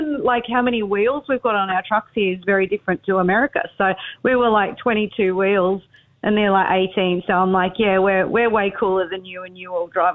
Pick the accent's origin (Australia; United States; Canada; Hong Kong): Australia; Blue Mountains, New South Wales; moved away as an adult; now in Tamworth, Australia; So my husband and I moved to Tamworth 3 years ago, but I grew up in the Blue Mountains. So okay. Yeah, wasn't far out of Sydney most of my life